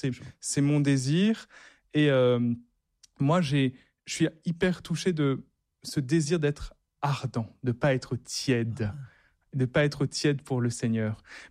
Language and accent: French; Réunion, France; moi, je suis réunionnais et Saint-François-Xavier, c'est le saint patron du diocèse de la Réunion.